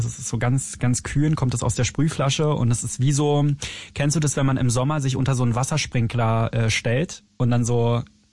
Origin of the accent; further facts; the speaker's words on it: Berlin, Germany; ich komme ja aus Berlin